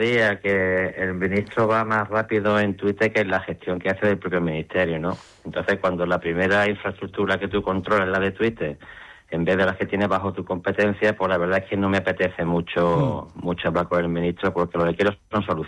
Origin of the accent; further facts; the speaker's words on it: Ceuta, Spain; parece aquí que al final el presidente viva o somos los ceutíes los responsables de esta invasión, y ya está bien, ¿no? Porque el pueblo de Ceuta lo que necesita son soluciones y respuestas